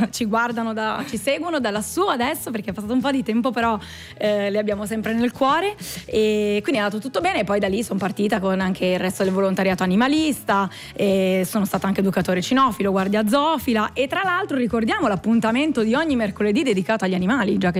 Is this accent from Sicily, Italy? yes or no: no; Bologna, Emilia-Romagna, Italy; now in Rome, Italy; io sono nata un pochino più su, sono di Bologna … appunto vivo a Roma ormai da tanti anni